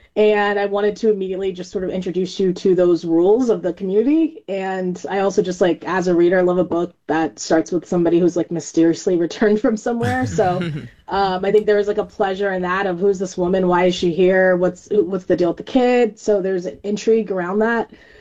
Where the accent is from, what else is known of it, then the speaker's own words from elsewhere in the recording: California, United States; And I'm from California, so I had no cultural connection to that or any knowledge about these places even existing.